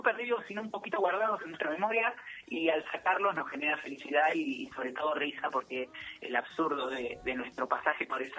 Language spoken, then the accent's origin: Spanish; Argentina; sobre todo siendo argentinos y teniendo esa idea de la vida tan parecida entre todos nosotros.